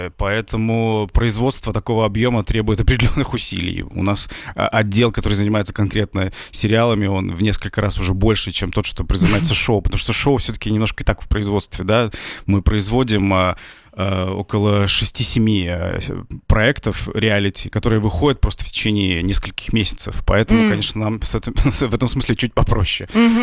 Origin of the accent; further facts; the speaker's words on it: Kudymkar, Perm Krai, Russia; это вообще был Кудымкар, где, откуда я родом.